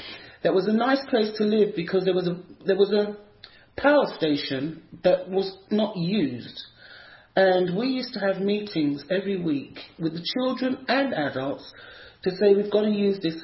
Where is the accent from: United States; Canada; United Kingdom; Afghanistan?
United Kingdom; Islington, London; also born or lived in Hackney; I grew up in Islington, London and Islington. My family... No, first of all, we were in Hackney.